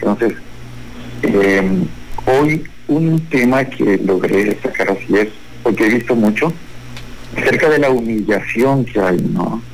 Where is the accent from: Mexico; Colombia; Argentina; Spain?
Mexico; como mexicanos, como paisanos